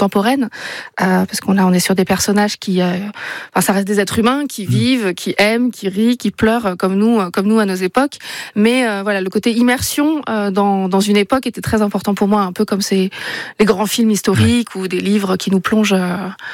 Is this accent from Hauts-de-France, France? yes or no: no; Laval, Pays de la Loire, France; now in Bayonne, France; De Laval même, j'ai grandi à Hilard.